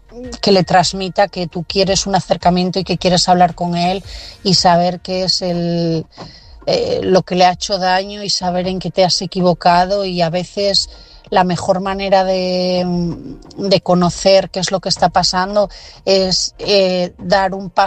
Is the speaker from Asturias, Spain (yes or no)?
yes; Asturias, Spain